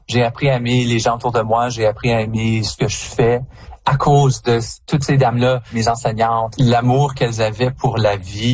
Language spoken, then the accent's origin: French; Canada; parce qu'en tant que Français-Canadien, je pense qu'on a une expérience très unique avec